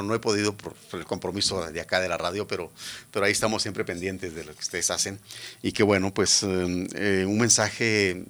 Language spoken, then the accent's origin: Spanish; Guatemala; los guatemaltecos estamos invitados a servirle a otro guatemalteco